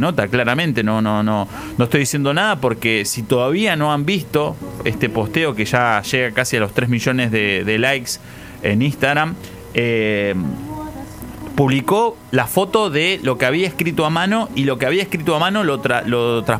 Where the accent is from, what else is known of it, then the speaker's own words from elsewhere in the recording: Argentina; nosotros que somos argentinos